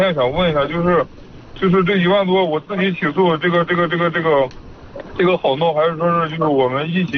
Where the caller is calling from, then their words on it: Yuncheng, Shanxi, China; 运城万荣的。